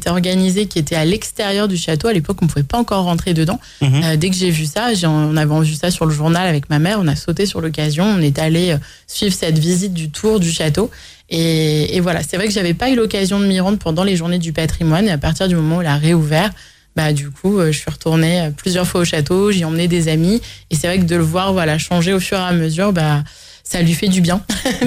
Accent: Gaillon, Normandy, France; j'ai 35 ans. Je suis originaire de Gaillon, donc vraiment, j'ai grandi. Je suis pas née à Gaillon, mais je suis arrivée toute petite là-bas. Donc voilà, j'ai ma famille qui est originaire de Gaillon depuis très longtemps. On est une vieille famille gaillonnaise

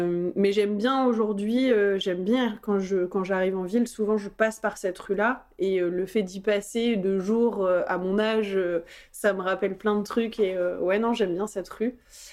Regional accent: Caen, Normandy, France; also born or lived in Fleury-sur-Orne / Bretteville-sur-Odon; Concrètement, je suis née à Caen et j'ai toujours vécu dans la périphérie de Caen. Donc en fait, ça va faire 32 ans que je suis très très sédentaire et que, que je vis à Caen ou aux alentours de Caen.

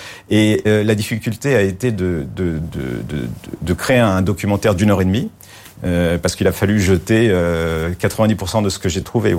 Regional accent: Paris, Île-de-France, France; born there; je suis né à Paris

